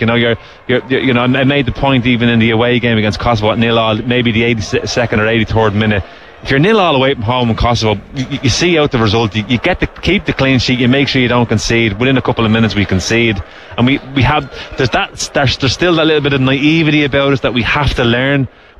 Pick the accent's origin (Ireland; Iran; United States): Ireland; as Irish people